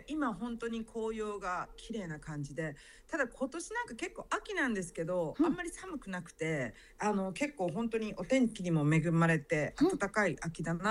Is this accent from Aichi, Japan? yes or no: yes; Aichi, Japan; also born or lived in Hong Kong; now in New Zealand; はい、そうです。日本人で愛知出身ですね。